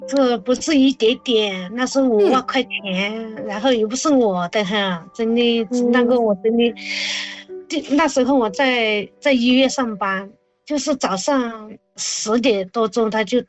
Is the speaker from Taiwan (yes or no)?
no; Guizhou, China; moved away as an adult; 因为我是贵州那边的